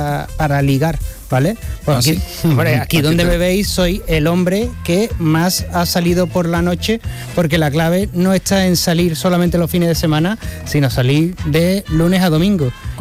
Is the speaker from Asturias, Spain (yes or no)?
no; Jerez de la Frontera, Andalusia, Spain; now in San Juan de Aznalfarache, Spain; Porque soy padre primerizo y San Juan de Andafarache está muy lejos de Jerez de la frontera cuando tiene un niño de un año.